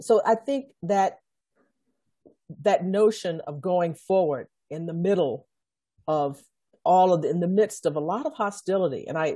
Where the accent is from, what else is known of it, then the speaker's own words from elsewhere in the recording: Texas, United States; I think it was the situation of growing up in a place that was still, you know, engaging in segregation.